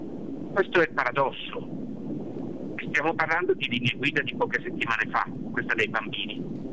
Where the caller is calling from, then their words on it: Sicily, Italy; parlo da siciliano